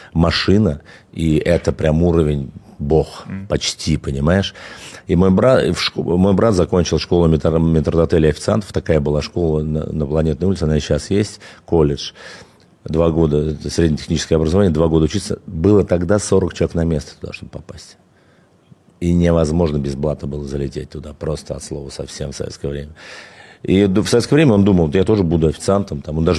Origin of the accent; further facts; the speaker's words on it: Khimki, Moscow Oblast, Russia; Слушай, ну я родился в Химках, это Подмосковье, на левом берегу, в частности, да, это такой подмосковный район, ну, прям сразу за кольцевой дорогой, учился в спортивной школе